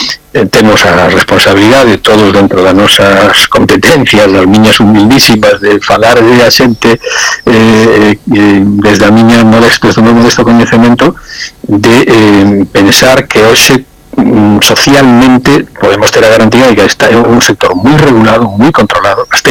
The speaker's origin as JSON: {"language": "Galician", "region": "Galicia", "country": "Spain", "said": "como europeos que somos, españoles que somos e galegos que somos"}